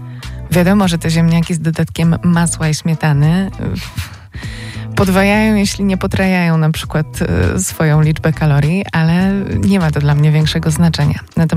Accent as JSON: {"language": "Polish", "region": "Greater Poland Voivodeship", "country": "Poland", "tie": "born or raised there", "said": "ja jako rodowita Wielkopolanka i człowiek wychowany na ziemniakach"}